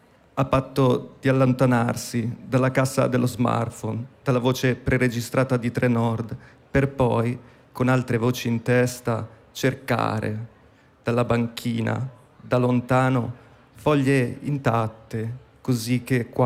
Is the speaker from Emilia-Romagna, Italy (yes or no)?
no; Lombardy, Italy; born there; Io sono nato in provincia di Como, e quindi anche per questo il lato sghembo è un lato provinciale, mi appartiene, e sono nato nel 1992.